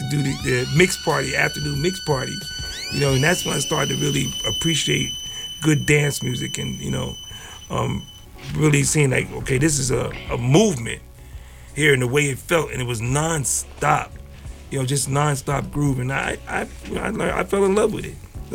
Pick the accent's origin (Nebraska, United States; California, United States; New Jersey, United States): New Jersey, United States; Paterson; Patterson. Patterson's okay. My original hometown.